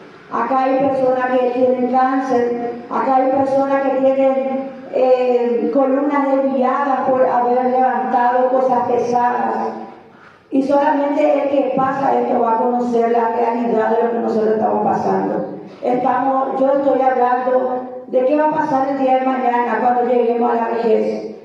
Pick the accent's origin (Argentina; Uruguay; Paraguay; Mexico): Paraguay; Soy trabajadora independiente, trabajo por la calle y soy paraguaya cliente.